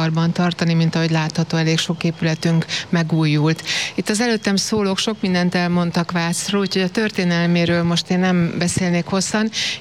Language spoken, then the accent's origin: Hungarian; Vác, Pest, Hungary; Igen, nagyon jó Vácon élni, ezt mondhatom, hogy váci születésű vagyok, és az életem nagy részét itt is töltöttem.